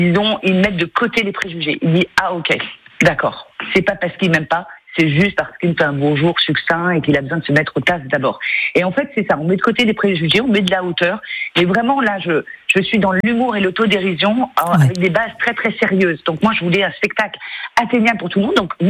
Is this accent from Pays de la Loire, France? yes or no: yes; Nantes, Pays de la Loire, France; moved away; j'ai grand plaisir de revenir à Nantes, parce que je suis nantaise